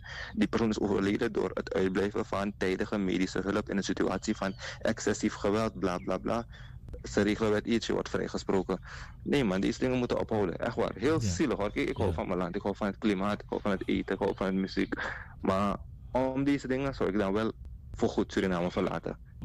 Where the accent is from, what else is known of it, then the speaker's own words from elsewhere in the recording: Netherlands; Ik heb ook een Nederlander, ik ben ook een Nederlander, ik heb ook een Nederlands paspoort.